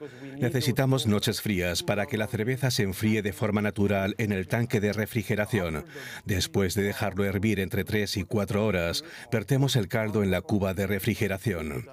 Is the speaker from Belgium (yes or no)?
yes; Brussels, Brussels-Capital Region, Belgium; Spanish is a second language; Yo nací y crecí en Bruselas y esta es la cerveza de nuestra gente.